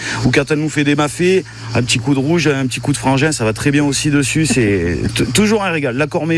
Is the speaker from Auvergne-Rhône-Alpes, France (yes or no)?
yes; Valaurie, Auvergne-Rhône-Alpes, France; on est du village voisin, on est de Valory